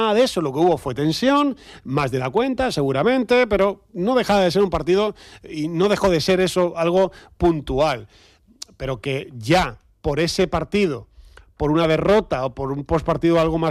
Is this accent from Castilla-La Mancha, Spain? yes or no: no; Andalusia, Spain; pues verdaderamente somos andaluces